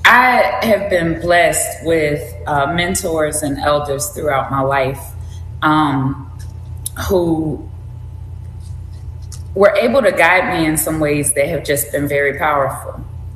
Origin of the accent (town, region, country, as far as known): Philadelphia, Pennsylvania, United States; born or raised there; moved away as an adult; also born or lived in South Georgia; now in Utah, Alabama, United States